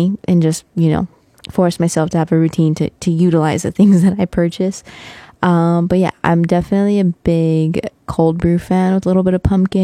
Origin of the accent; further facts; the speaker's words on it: Texas, United States; moved away; I'm from West Texas, so falls are beautiful and summers are summers and winters are not super cold. The harsh cold really doesn't exist where I'm from